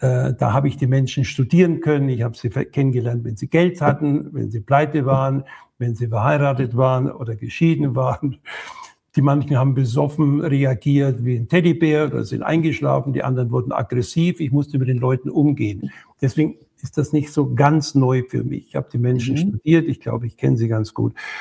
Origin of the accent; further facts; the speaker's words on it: Germany; moved away as an adult; now in Leipzig, Germany; Seit 6 Jahren lebe ich jetzt in Leipzig und ich muss dir sagen, ich habe die Ossi-Seele jeden Tag besser kennengelernt